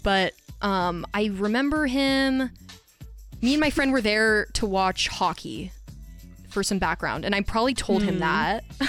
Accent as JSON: {"language": "English", "town": "Eagle River", "region": "Alaska", "country": "United States", "tie": "born or raised there", "moved": "as an adult", "said": "I lived in one place literally until like last fall. So I don't even know. And I would still consider myself... Actually, I'm from a place called Eagle River in Alaska."}